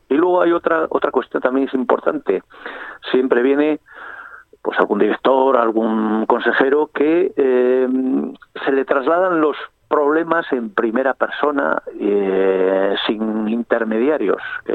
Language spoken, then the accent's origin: Spanish; Liébana, Cantabria, Spain; en Liébana llevamos unos años con veranos con un calor extremo